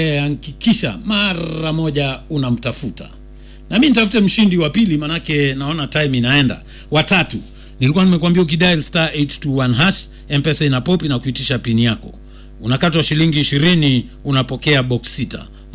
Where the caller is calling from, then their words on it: Busia County, Kenya; kutoka Teso.